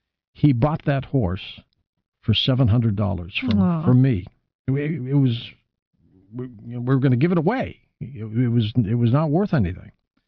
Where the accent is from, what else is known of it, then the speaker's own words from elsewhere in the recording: Dearborn, Michigan, United States; moved away; No, I'm from Dearborn, Michigan.